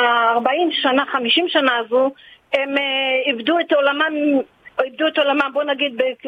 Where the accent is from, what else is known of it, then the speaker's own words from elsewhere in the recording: Migdal HaEmek, Northern District, Israel; born there; כי אני אישה בת מבוגרת, אני הייתי בילדות שלי בבתי הספר, פה בארץ, כשהוריי עלו ממרוקו